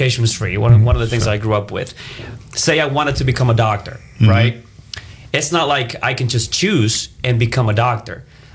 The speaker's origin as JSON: {"language": "English", "country": "Cuba", "tie": "born or raised there", "moved": "yes", "said": "I was born and raised in Cuba."}